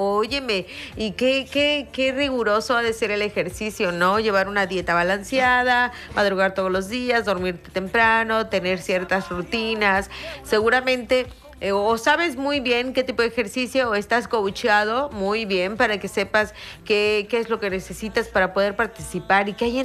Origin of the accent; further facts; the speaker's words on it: Mexico; Pero es como los mexicanos, tenemos a buenos elementos en el ámbito del fútbol